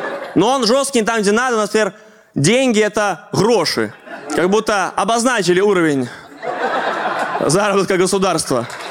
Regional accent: Belarus; now in Moscow, Russia; потому что я белорус.

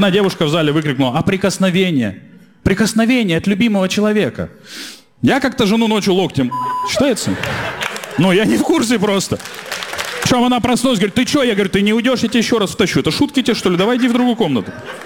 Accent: Rostov-on-Don, Rostov Oblast, Russia; moved away as an adult; now in Moscow, Russia; Так, слушайте, я женат, и так получилось, что я из Ростова, но я уже 5 лет живу и работаю в Москве.

